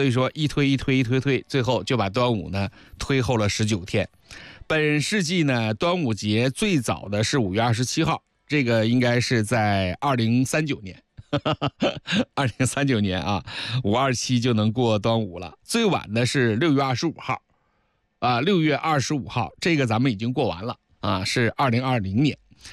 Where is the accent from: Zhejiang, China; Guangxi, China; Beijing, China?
Zhejiang, China; 对于我们浙江人